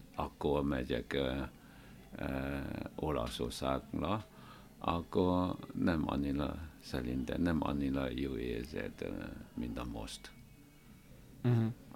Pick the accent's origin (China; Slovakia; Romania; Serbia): China; Hungarian is a second language; moved away as an adult; now in Hungary; 1992-ben jöttem Magyarországra, Kínából jöttem